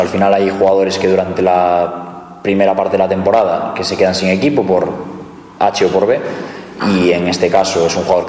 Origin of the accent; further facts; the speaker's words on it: Galicia, Spain; Como gallego, no quiero ser más gallego que el Orballo